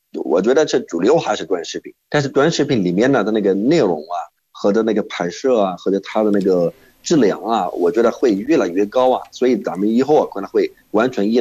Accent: Jordan; Chinese is a second language; 我是来自约旦的

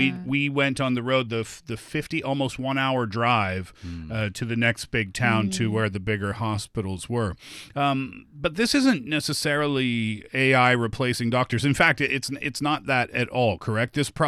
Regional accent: Canada; We had this in Canada too. My hometown is only 1,000 people, right? So I remember when I was a kid, if it was super basic, we would go to the local clinic and see the kind of town doctor.

